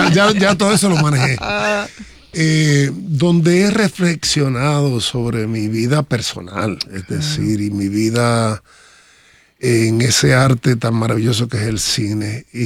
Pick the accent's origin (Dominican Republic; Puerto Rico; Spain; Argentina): Puerto Rico; San Lorenzo; yo soy de San Lorenzo. San Lorenzo es más arenoso.